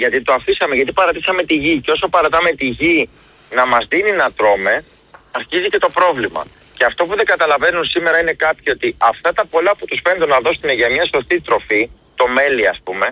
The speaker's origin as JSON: {"language": "Greek", "country": "Greece", "said": "ότι είμαστε Έλληνες"}